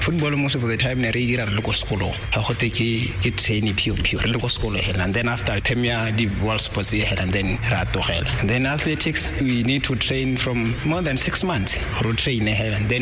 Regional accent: Maun, Botswana; I grew up in Mau. Ke motho ko Mau, ke tswa Mau

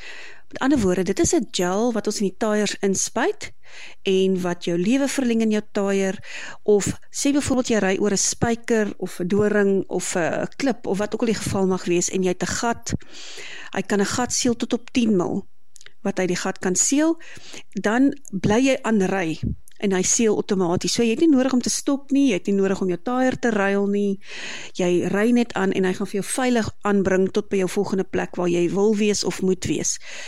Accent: Kempton Park, Gauteng, South Africa; born there; now in Hartenbos, South Africa

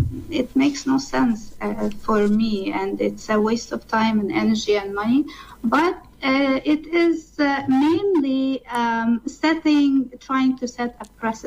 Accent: Canada; I am as a Canadian and a free woman and a Muslim. So I'm very proud of being a Muslim and a Canadian.

